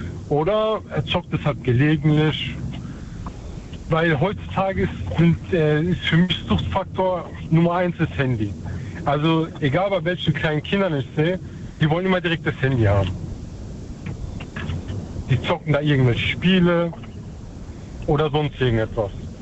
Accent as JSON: {"language": "German", "town": "Schwetzingen", "region": "Baden-Württemberg", "country": "Germany", "said": "also ich komme aus Schwetzing."}